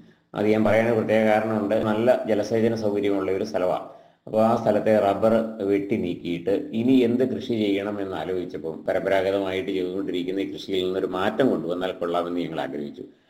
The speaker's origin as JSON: {"language": "Malayalam", "town": "Kudayathoor", "region": "Kerala", "country": "India", "tie": "born or raised there", "said": "ഞങ്ങളുടെ സ്വദേശം ഇടുക്കി ജില്ലയിലെ തൊടുപുഴയ്ക്കടുത്ത കുടയത്തൂർ എന്ന് പറയുന്ന ഗ്രാമത്തിലാണ്."}